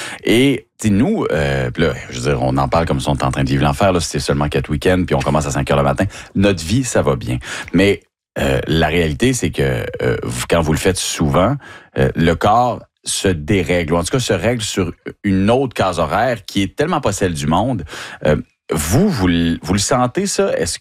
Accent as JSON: {"language": "French", "region": "Quebec", "country": "Canada", "said": "Ben oui, parce que on est des vrais. Quand on vient du Saguenay-Lac-Saint-Jean, ben oui, c'est vrai"}